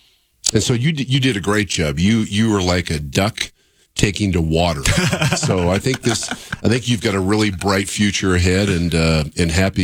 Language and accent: English; Lakewood, Colorado, United States; I grew up in Lakewood. Right off West Colfax, my mom and dad rented half of a duplex. The duplex was about 900 square feet.